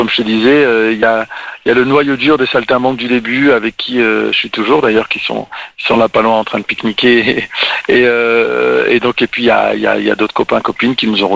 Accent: France; si on prend la France, je suis né, j'ai grandi en France, c'est un pays magnifique

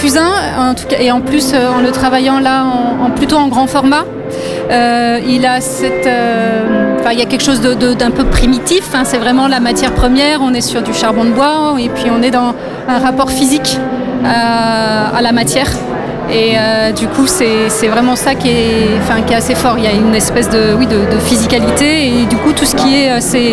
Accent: Toulouse, Occitanie, France; je viens aussi de Toulouse.

